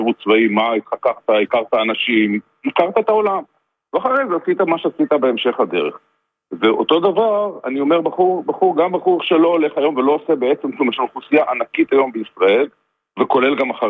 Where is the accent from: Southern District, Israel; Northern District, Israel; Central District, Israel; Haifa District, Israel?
Haifa District, Israel; Haifa; אני מחיפה, כן, הולך לבית חולים רמב"ם